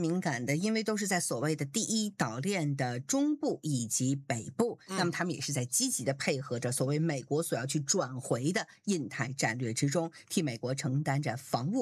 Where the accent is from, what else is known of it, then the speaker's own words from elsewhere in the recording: Tianjin, China; 我家乡是天津嘛